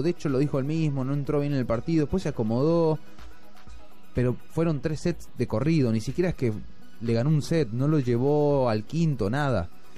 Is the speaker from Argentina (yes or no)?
yes; Argentina; Digo como argentino